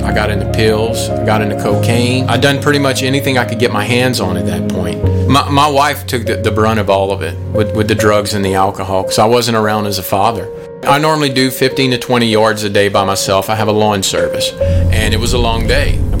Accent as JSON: {"language": "English", "region": "Louisiana", "country": "United States", "tie": "born or raised there", "said": "I grew up here in Louisiana. It's the Deep South all my life. My dad worked in the oil field, so he was going all the time. We were raised Catholic"}